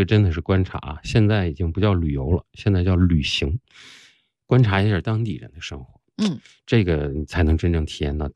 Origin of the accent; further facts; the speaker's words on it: Tianjin, China; 因为我是天津人